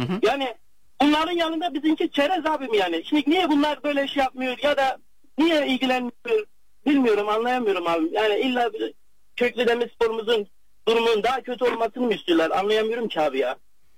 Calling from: Adana, Turkey; ben Adana'dan

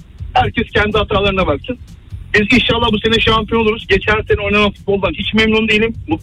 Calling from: Istanbul, Turkey; İstanbul'dan bağlanıyorum.

